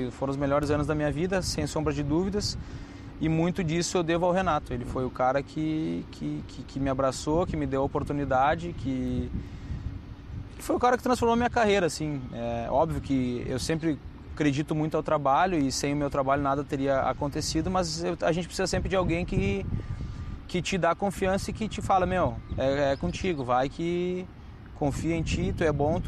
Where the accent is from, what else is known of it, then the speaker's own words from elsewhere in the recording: Rio Grande do Sul, Brazil; moved away as an adult; also born or lived in Dubai; now in United States; eu sou de lá, né? Eu sou gaúcho, então as minhas raízes, a minha família está toda lá